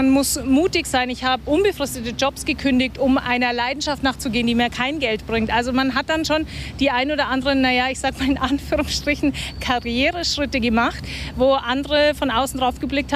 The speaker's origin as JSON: {"language": "German", "country": "Germany", "also_born_or_lived": "Munich", "moved": "as an adult", "lives_now": "Indianapolis, United States", "said": "Als Deutsche hier in der NFL zu landen"}